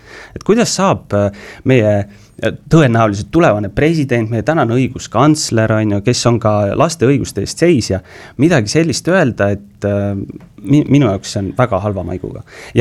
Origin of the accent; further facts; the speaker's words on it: Tartu, Tartu County, Estonia; Ma olen Tartu inimene, ma olen terve elu Tartus, ma olen Tartus sündinud, ma olen Tartust elanud